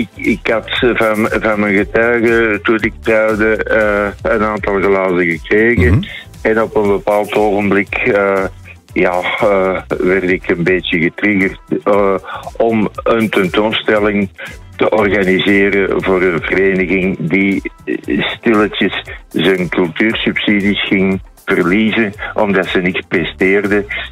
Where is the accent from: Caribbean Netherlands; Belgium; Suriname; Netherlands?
Belgium; Antwerp, Flanders; born there; moved away; toen ik nog in Antwerpen woonde